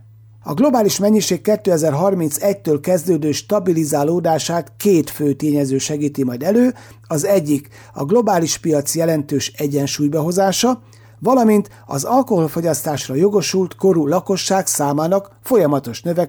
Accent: Söjtör, Zala, Hungary; én gyermekkoromban a szomszéd faluban Söjtörön nőttem fel

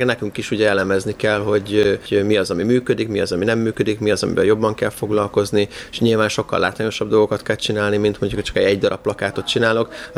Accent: Budapest, Hungary; mi budapestiek vagyunk

